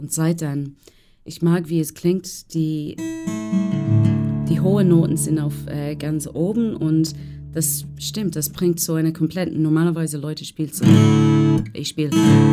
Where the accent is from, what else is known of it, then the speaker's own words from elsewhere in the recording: Ireland; German is a second language; Und weil ich komme aus Irland, das Tradition von Rhythm-Gitarre ist ganz, like, sehr... ist sehr rhythmisch, weil wir hatten nicht so viele, you know, wir hatten nicht so viele Platz in Irland